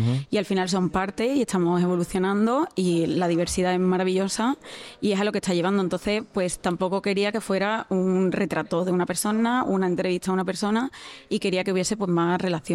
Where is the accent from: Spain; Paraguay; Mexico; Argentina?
Spain; Seville, Andalusia; now in Barcelona, Spain; Pues bueno, yo soy de Sevilla, yo soy andaluza, aunque vivo en Barcelona